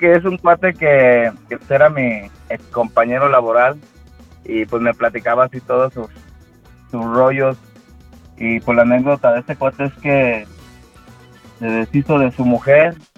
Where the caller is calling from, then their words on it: León, Guanajuato, Mexico; De León, Guanajuato.